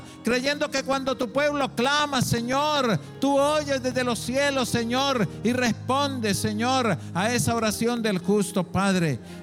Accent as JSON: {"language": "Spanish", "country": "Colombia", "said": "Como colombianos te necesitamos."}